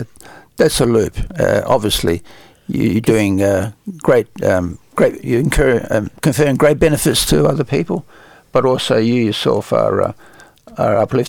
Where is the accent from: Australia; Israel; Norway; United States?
Australia; Adelaide, South Australia; Yes, well, I grew up in Torrensville. And in Clifford Street.